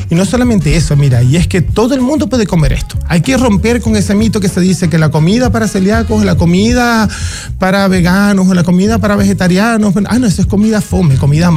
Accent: Venezuela; moved away as an adult; now in Chile; Sí, yo soy de Venezuela.

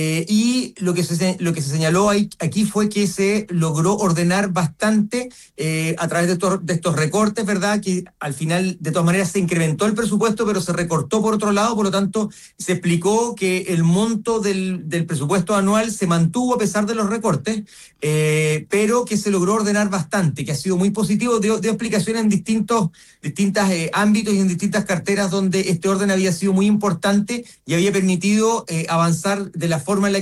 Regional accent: Araucanía, Chile; Yo soy de la Araucanía, la región más pobre

